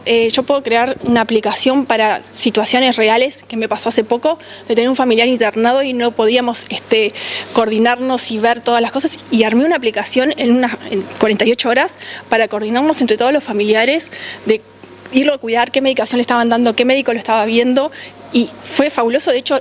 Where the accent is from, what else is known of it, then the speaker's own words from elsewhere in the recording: Uruguay; en los 80 países que hay, soy la única uruguaya, no hay otra persona de Uruguay.